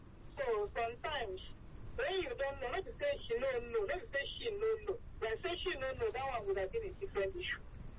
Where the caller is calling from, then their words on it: Lagos, Nigeria; I'm calling from Kirikiri.